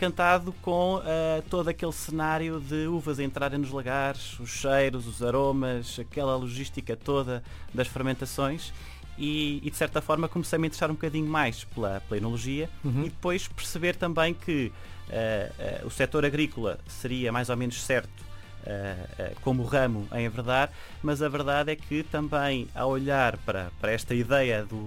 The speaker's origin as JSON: {"language": "Portuguese", "town": "Mêda", "region": "Norte", "country": "Portugal", "said": "Eu sou de uma região, sou da Meda, do Douro Superior, onde, de facto, o sustento económico e social girou sempre à volta da agricultura, e em especial da produção de vinho."}